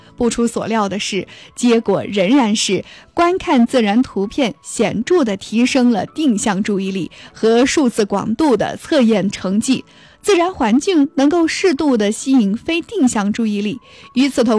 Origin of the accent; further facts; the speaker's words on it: China; 这一点难道是刻在我们中国人基因里的吗？